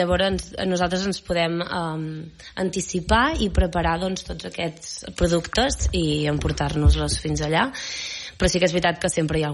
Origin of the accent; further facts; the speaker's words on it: Catalonia, Spain; I clar, jo soc catalana, llavors... El meu tarannà de cuinar sempre és de cuina catalana, no?